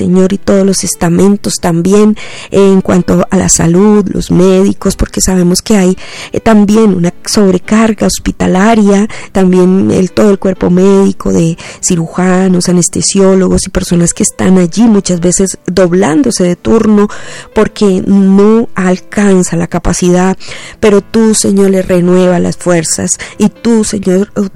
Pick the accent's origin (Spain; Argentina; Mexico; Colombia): Colombia; como colombianos, Señor, estemos unidos en esta tragedia